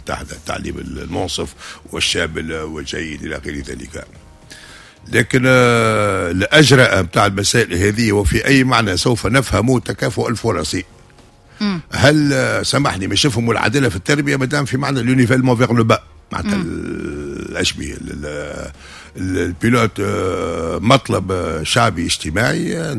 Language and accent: Arabic; Tunisia; عندنا في تونس